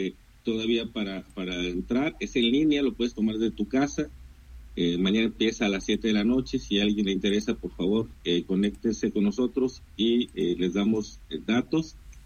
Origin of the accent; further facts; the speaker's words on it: Colima, Mexico; somos personas que hemos vivido por toda la vida y la mayoría nacimos aquí en Colima y conocemos nuestro entorno, nuestro territorio